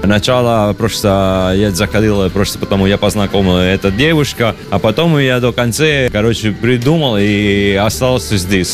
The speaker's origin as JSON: {"language": "German", "town": "Agrigento", "region": "Sicily", "country": "Italy", "second_language": "German", "moved": "yes", "lives_now": "Moscow, Russia", "said": "Ja, aus Sizilien. Ja, aus Agrigento. Ja, ich lebe in Russland seit 19 Jahren."}